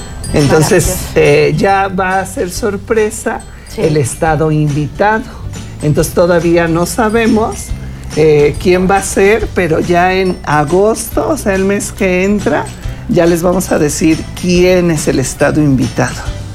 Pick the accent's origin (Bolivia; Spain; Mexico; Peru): Mexico; para nosotros como mexicanos.